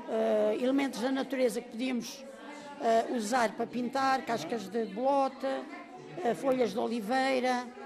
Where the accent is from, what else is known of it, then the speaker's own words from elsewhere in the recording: Póvoa da Atalaia, Centro, Portugal; moved away as an adult; also born or lived in Lisbon area; Sou natural da Póvoa da Atalaia, sim.